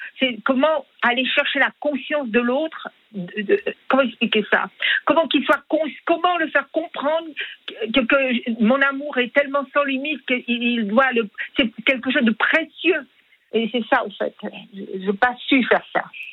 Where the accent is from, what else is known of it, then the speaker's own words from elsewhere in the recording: Switzerland; je viens de Suisse, c'est pour ça que je vais...